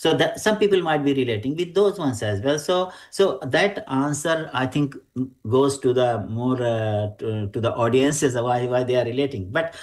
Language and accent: English; India; now in Adelaide, Australia; when we come from especially from India